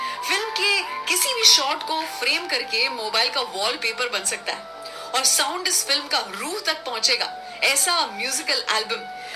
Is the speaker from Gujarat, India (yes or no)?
yes; Ahmedabad, Gujarat, India; मैं गुजरात से हूँ, अहमदाबाद से, और यहाँ उठते ही हर इंसान सबसे पहले गुड मॉर्निंग नहीं जय श्री कृष्ण कहता है एक दूसरे को।